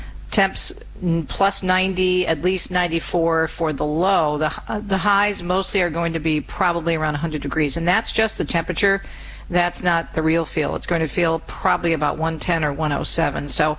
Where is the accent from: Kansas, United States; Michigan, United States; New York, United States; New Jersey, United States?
Michigan, United States; you're heading up to Mackinac Island or any of the northwestern places that are so gorgeous up in my home state, there's a beautiful shrine in honor of Kateri.